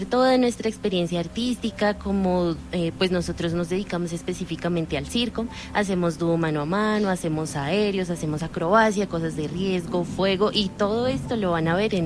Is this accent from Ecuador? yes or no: no; Colombia; nos unimos hace poco como colombianos